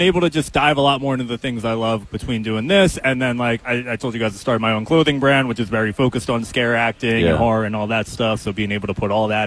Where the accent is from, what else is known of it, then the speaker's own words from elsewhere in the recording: New Jersey, United States; New Jersey.